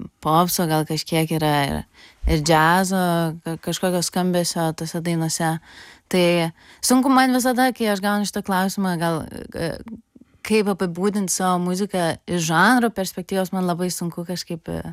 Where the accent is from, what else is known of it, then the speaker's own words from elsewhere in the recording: Palanga, Klaipėda County, Lithuania; moved away as an adult; also born or lived in Denmark; aš pati iš Palangos esu